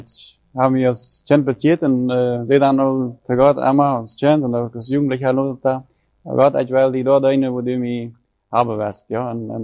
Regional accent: Fernheim, Boquerón, Paraguay; Ich komme mit Fernheim. Sie haben da abgewachsen, um 8, Schönbrunn.

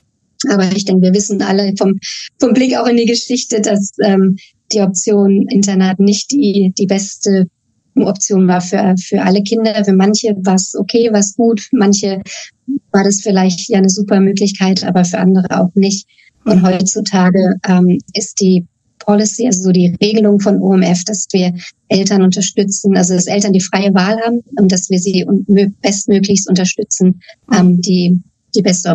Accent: Germany; Und da sind wir als Deutsche deutlich eingeschränkter als unsere nordamerikanischen Kollegen und Kolleginnen.

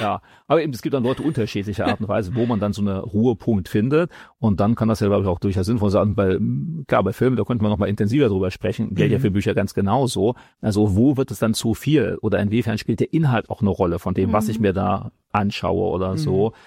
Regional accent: Germany; dass wir so als Deutsche da so ein bisschen sogar stärker das haben

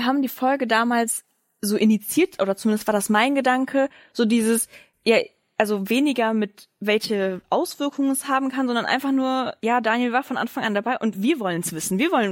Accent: Cologne, North Rhine-Westphalia, Germany; Vor allem bei uns in Köln ist das ja auch noch mal so ein größeres Thema

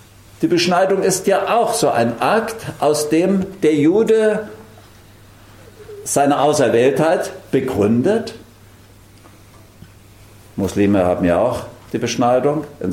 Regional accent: Germany; wir als Deutsche

